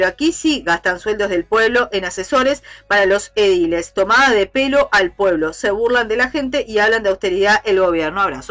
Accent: Uruguay; Porque hasta somos así los uruguayos.

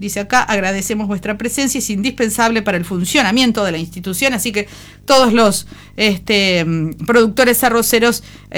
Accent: Uruguay; uno como buen uruguayo va dejando

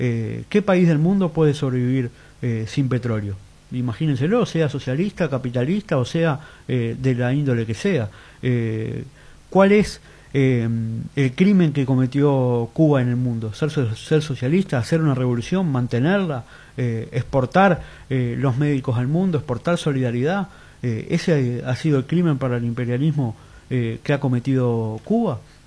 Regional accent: Montevideo, Uruguay; Yo vengo de Montevideo y en el barrio donde vivo particularmente se ven esos tipos de condiciones de vida en cualquier cuadra

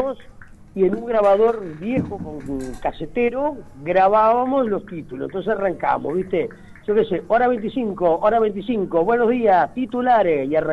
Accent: Montevideo, Uruguay; soy de Montevideo.

